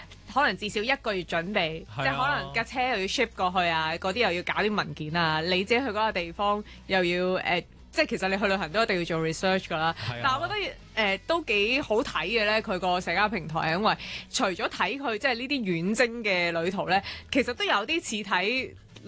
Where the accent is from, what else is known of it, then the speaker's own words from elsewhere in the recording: Hong Kong; 我觉得佢都值得即係值得我哋香港人都叫做我几proud of佢啊